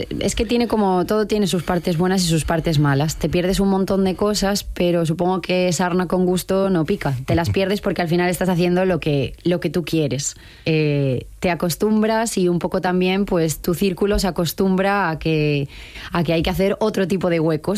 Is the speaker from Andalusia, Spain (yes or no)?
no; Galicia, Spain; Es cierto que como gallega conozco las verbenas, pero nunca las había conocido desde dentro.